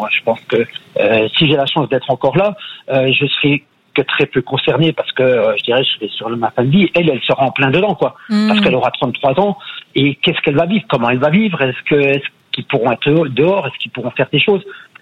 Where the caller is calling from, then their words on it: Bourgogne-Franche-Comté, France; Moi, je suis un petit village à côté de Besançon.